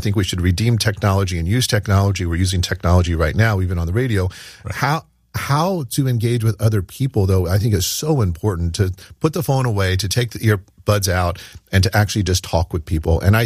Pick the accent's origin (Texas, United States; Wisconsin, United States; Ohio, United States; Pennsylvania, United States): Ohio, United States; Dayton; also born or lived in Key West, Florida; we moved from Key West, Florida, where he was stationed, all the way up to Dayton, Ohio, where my grandparents had retired.